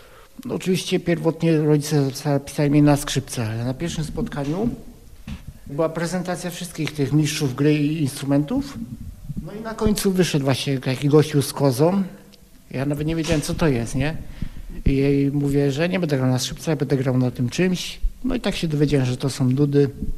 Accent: Lesser Poland, Poland; jestem z Beskidzkiej, jestem górałem z Babiej Góry, mam 32 lata.

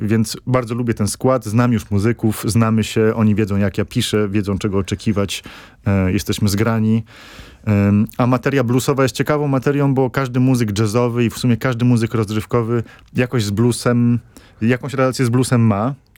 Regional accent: Colombia; moved away; wychowałem się w Kolumbii, mam połączenie konkretne, namacalne z tamtym kontynentem, takie osobiste.

